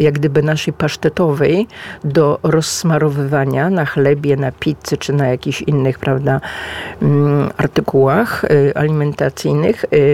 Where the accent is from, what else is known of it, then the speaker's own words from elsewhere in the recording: Reggio Calabria, Calabria, Italy; my z Reggio Calabria do Bari mamy około 500 kilometrów